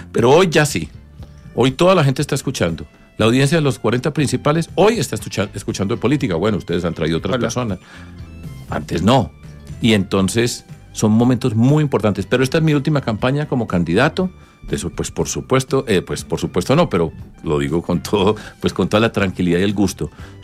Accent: Medellín, Antioquia, Colombia; now in Bogotá, Colombia; yo que vengo de Medellín, he vivido muchos años acá y amo mi tierra, por supuesto, pero quiero Bogotá y aquí he tenido muchas oportunidades, y aquí estudié, trabajé

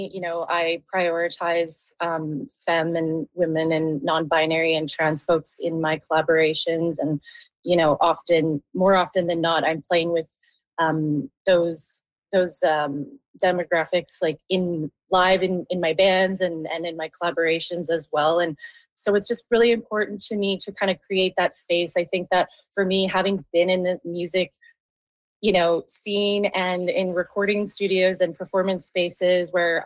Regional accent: Saskatchewan, Canada; born or raised there

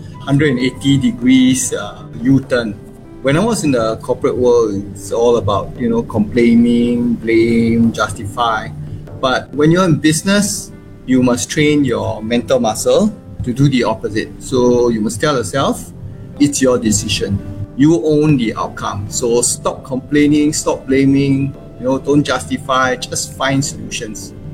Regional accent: Singapore; I'm a Peranakan, a Baba. You know, but first and foremost, I'm a Singaporean.

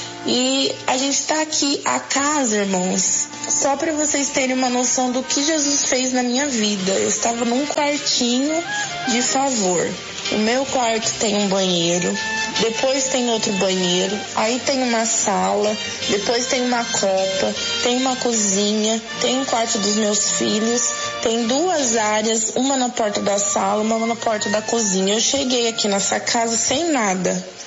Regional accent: São João da Boa Vista, São Paulo, Brazil; Sou daqui de São João da Boa Vista.

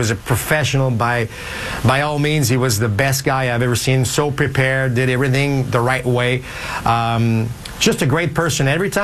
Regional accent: Quebec City, Quebec, Canada; I'm from Quebec City, so I didn't get a chance to go to the Olympic Stadium many times

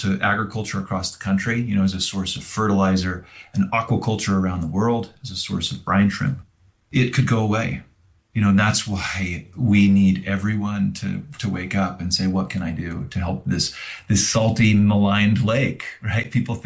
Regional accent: Orem, Utah, United States; Yeah, I grew up in Orem, Utah, just in Utah Valley, about a half hour away from Great Salt Lake.

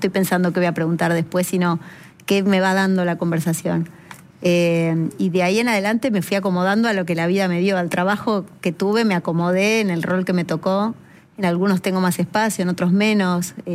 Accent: Argentina; me gusta hacer las cosas acá, me gusta ser creativa acá, en mi país. Me ofrecieron trabajar en otros países y no sé, como que siempre dije, quiero vivir acá, quiero que mis hijos se críen con una mentalidad argentina también.

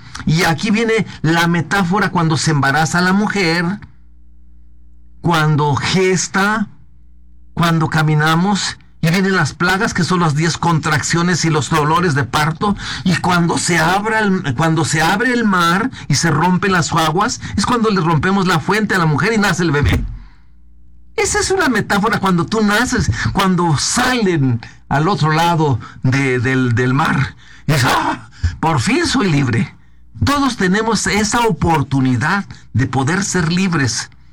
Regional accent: Oaxaca, Mexico; born there; Pues yo vengo del estado de Oaxaca, de una zona dificilísima donde es puro desierto, nacimos en una montaña donde todo está seco, donde es muy dificilísimo.

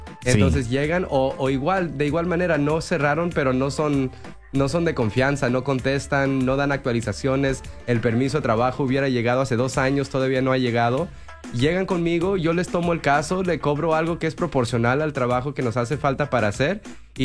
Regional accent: Davis, California, United States; also born or lived in Sacramento; Ya que soy originario de Davis y Sacramento, o sea, de aquí soy, pues ni modo, no sé, hay que empezar a abrir la oficina acá.

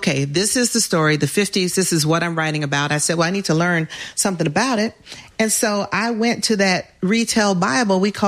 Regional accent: Atlanta, Georgia, United States; also born or lived in New York; That's my hometown. Atlanta is sophisticated. We are Southern and we are sophisticated.

